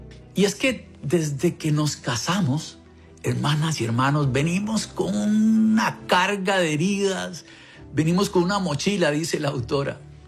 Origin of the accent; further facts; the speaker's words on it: Costa Rica; Todos mis abuelos son de ahí, ¿verdad? Ya mis papás son de Costa Rica y yo también